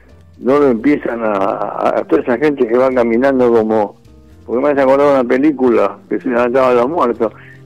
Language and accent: Spanish; Buenos Aires, Argentina; now in Recoleta, Buenos Aires, Argentina; yo soy oriundo de Flores